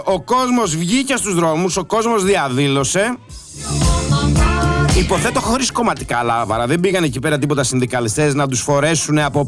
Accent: Patras, Western Greece, Greece; να τους κεράσω λουκουμάκι και τέντουρα παραγωγή από την πατρίδα μου, την Πάτρα.

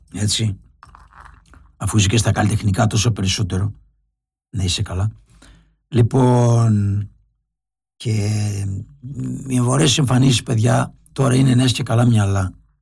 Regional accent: Lefkada, Ionian Islands, Greece; Εμείς στη Λευκάδα

